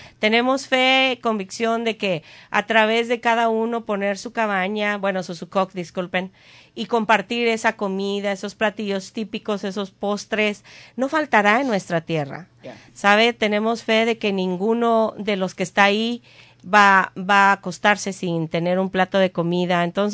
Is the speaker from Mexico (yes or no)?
yes; Mexico